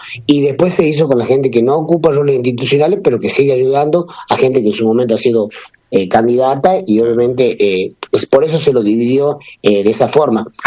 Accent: Tucumán, Argentina; vengo del departamento Leales, sí. Soy legislador del Este

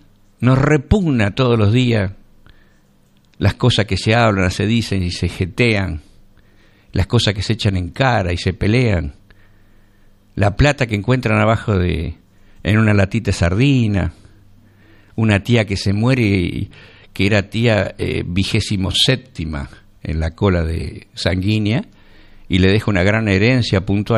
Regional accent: Argentina

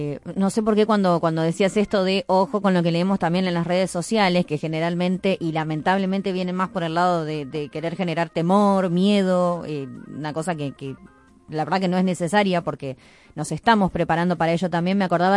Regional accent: Santa Fe, Argentina; la historia que tenemos nosotros como santafesinos con el agua y con el río en general

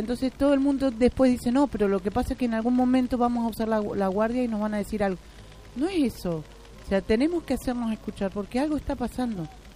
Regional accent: Junín de los Andes, Neuquén, Argentina; como juninense que soy, nacida y criada acá en Junín de los Andes

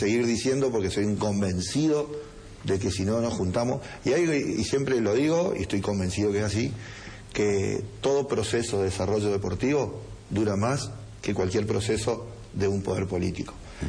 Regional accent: Santa Fe, Argentina; Pero son chicos de Santa Fe, no somos de Chaco.

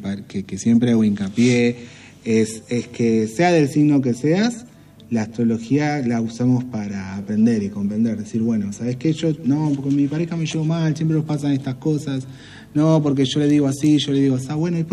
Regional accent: Argentina; No, yo soy así porque soy argentino. Yo soy así porque soy de Cava.

